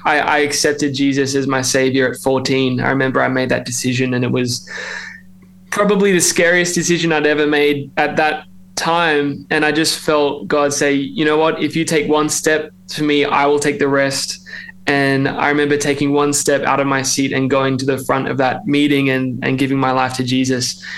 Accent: Melbourne, Victoria, Australia; accent: Australian; moved away as an adult; now in Nashville, United States; I'm trying to keep that accent because we've been living in the States for the past 3.5 years. And I grew up in Melbourne my whole life, pretty much, and just never thought I would have left Melbourne in my whole life, because I love Melbourne so much and all of our families are there.

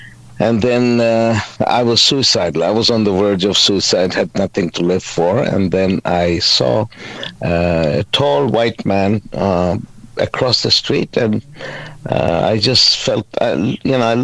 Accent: Pakistan; also born or lived in Bangladesh; I'm from a Jordanian family, a family of Jordanian origin, but I was born in Bangladesh, but I grew up most of my life in Pakistan.

